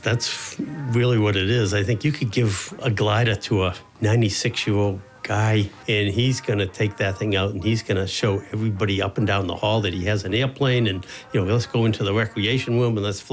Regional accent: Wakefield, Massachusetts, United States; Well, I grew up in Wakefield. I used to summer on Cape Cod, and when I was 6 or 7 years old, I went over to the local drugstore

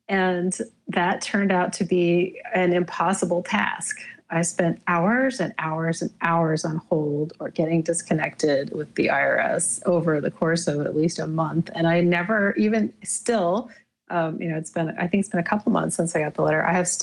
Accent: Ogden, Utah, United States; because I'm from Ogden, Utah.

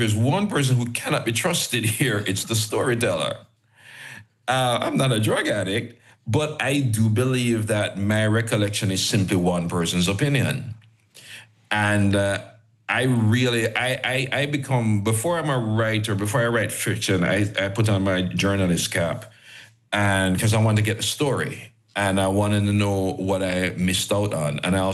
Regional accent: Jamaica

